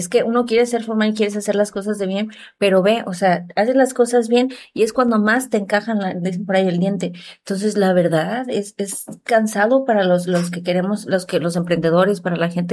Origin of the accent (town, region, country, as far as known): Mexico